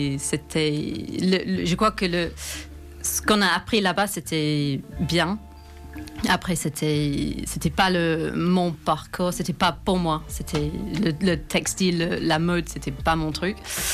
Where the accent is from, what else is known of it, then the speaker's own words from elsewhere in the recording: Hertford, East of England, United Kingdom; moved away; also born or lived in London; Donc, je suis de Londres. Bah, non, c'est pas vrai. Je viens de juste au nord de Londres, juste en dehors, une petite ville qui s'appelle Hartford. Mais j'ai fait mes études à Londres.